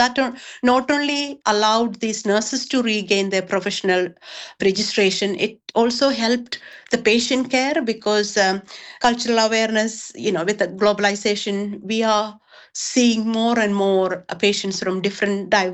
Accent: India; moved away as an adult; now in United Kingdom; because when I came in, I didn't have the challenge of regaining my nursing registration in the UK. I came from India and I didn't have those challenges.

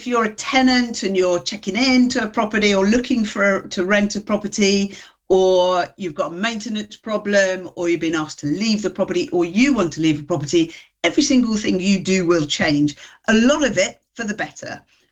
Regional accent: Nottingham, East Midlands, United Kingdom; also born or lived in Dudley; now in Birmingham, United Kingdom; albeit I grew up in Nottingham, it's my home, it's where I was born, because I was born in Dudley

